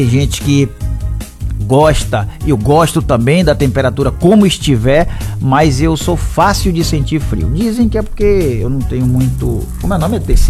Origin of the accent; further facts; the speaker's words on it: Salvador, Bahia, Brazil; Ó, quando eu era pequeno lá em Paripe, chovia realmente de uma vez só nos quatro cantos da cidade.